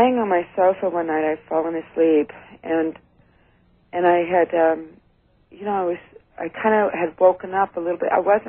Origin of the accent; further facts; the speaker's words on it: Sacramento, California, United States; And I'm from Sacramento, California.